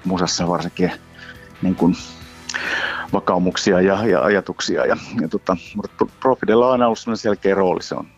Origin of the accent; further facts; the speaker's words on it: Oravikoski, North Savo, Finland; moved away; mä tulin niin kuin Oravikosken kaivoskylältä tuommoiseen ammattilaisbändiin